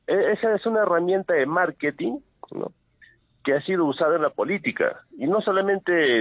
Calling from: Juliaca, Puno, Peru; desde Juliaca

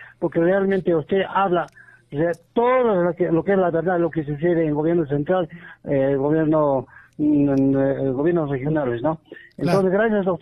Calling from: Azángaro, Puno, Peru; de Azángaro.

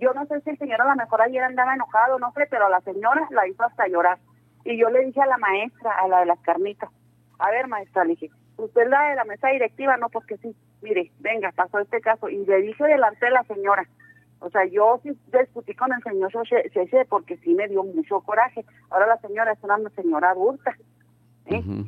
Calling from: Camargo, Mexico

